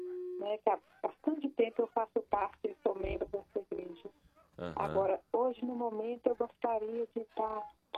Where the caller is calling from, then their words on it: Couto de Magalhães de Minas, Minas Gerais, Brazil; de Couto Magalhães, Minas.